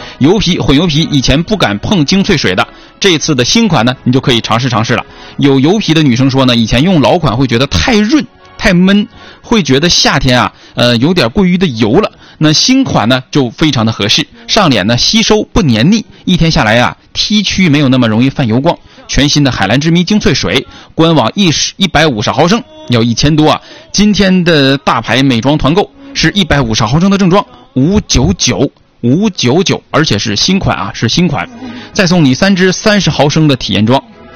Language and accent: Chinese; Songyuan, Jilin, China; now in Changchun, China; 这乐园就在我家啊，就在我老家松原。